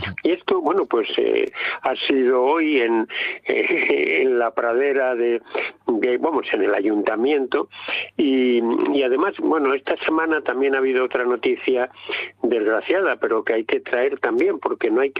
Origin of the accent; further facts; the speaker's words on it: Castile and León, Spain; que el maestro que tuve yo en mi pueblo, un pueblo de la provincia de Ávila